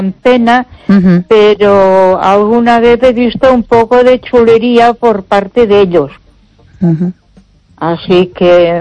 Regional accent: Ponferrada, Castile and León, Spain

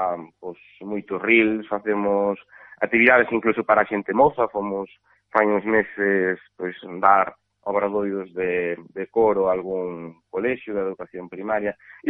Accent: Carballo, Galicia, Spain; además eu son daqui, pues son de Carballo

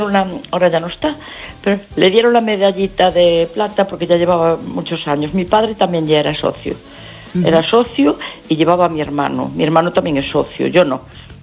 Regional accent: A Coruña, Galicia, Spain; Que quiera que gane España, sí, porque yo soy española. Que quiero que gane el Depor, claro, porque es mi ciudad.

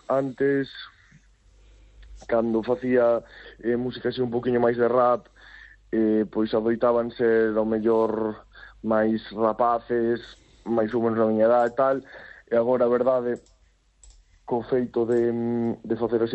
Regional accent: Galicia, Spain

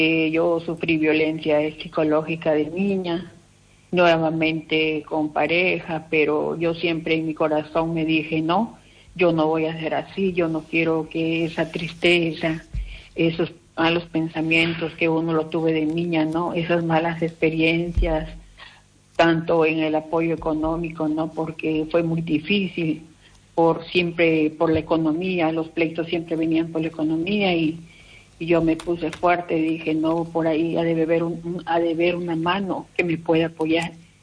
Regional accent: Piura, Peru; now in Lugo, Spain; todas las mujeres emprendedoras de mi tierra como es Piura.

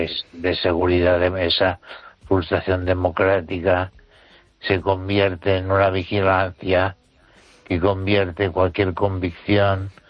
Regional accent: Spain; Espero que tu audiencia me recuerde como un español que razonaba.

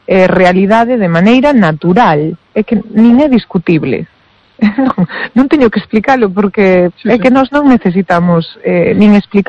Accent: Burela, Galicia, Spain; para min pois son de Burela igual que son eu

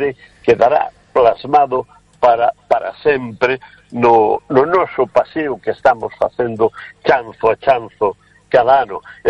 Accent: Galicia, Spain; Cristina Castaño naceu en Vilalba, na provincia de Lugo, na miña terra

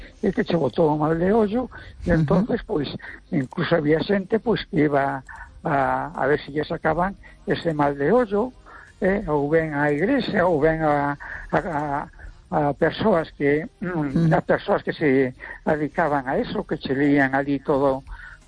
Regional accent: Galicia, Spain; now in A Coruña, Spain; Donde nací en una aldea, bueno, que no era tanta aldea, porque estaba a otra parte de la ría de Ferrol, a 5 kilómetros.

